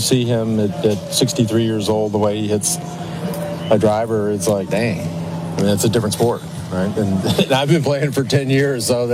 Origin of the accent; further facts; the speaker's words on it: Texas, United States; now in Austin, United States; I grew up outside of Dallas